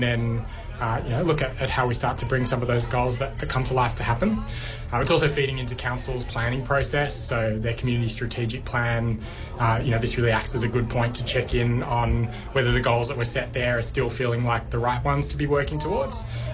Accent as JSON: {"language": "English", "town": "Wollongong", "region": "New South Wales", "country": "Australia", "tie": "born or raised there", "said": "So I grew up down here in Wollongong. I've still got family here."}